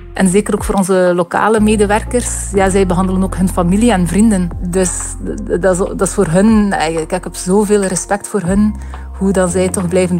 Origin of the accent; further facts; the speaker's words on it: Belgium; ik ben een Belgische spoedarts